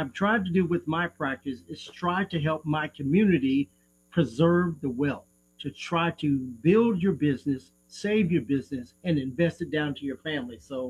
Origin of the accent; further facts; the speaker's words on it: Oklahoma, United States; born and raised in Oklahoma, the home of the Sonics. And I've been here 30 years doing business in the Pacific Northwest.